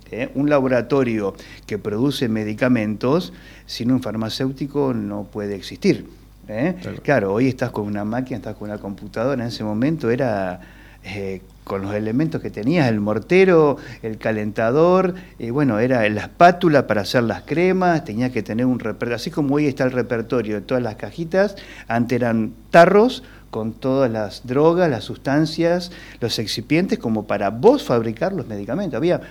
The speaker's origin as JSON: {"language": "Spanish", "town": "Zárate", "region": "Buenos Aires Province", "country": "Argentina", "tie": "born or raised there", "said": "yo nací en la farmacia de mi abuelo, en la farmacia de Villa Fox, en calle Justa Lima, casi Dorrego"}